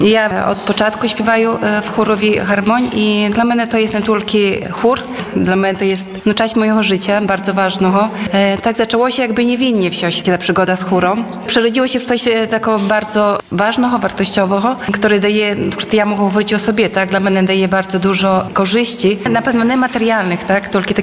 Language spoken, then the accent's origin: Polish; Łosinka, Podlaskie Voivodeship, Poland; now in Hajnówka, Poland; No ja na przykład dojeżdżaję z Hajnówki, ale pochodzę z Łosinki i też jakby, no, związana sercem z Łosinką, tak, bo tutaj wychowała się, tutaj chodzi do szkoły, tutaj rodzice żyli